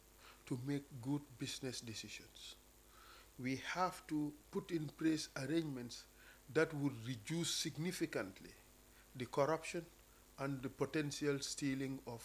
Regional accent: Gambia

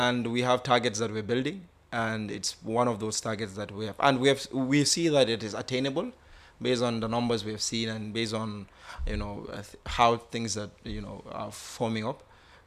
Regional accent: Bakau, Kanifing, Gambia; I come from Bakau.

